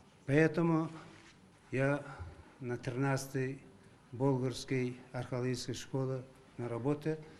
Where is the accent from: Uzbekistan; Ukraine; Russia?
Uzbekistan; Termez, Surxondaryo Region; Russian is a second language; Мы приехали сюда из Узбекистана, самой южной части город Термеза, Термезского государственного университета. Мой город рядом Афганистана. Нам разделяет только одна река, Амударья.